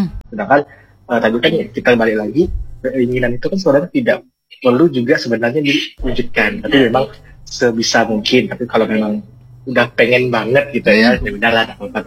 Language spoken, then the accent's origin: Indonesian; Pontianak, West Kalimantan, Indonesia; moved away as an adult; now in Sanggau, Indonesia; saya kan orang Pontianak yang kerja di Sanggau, dan kebetulan ada ngekos gitu.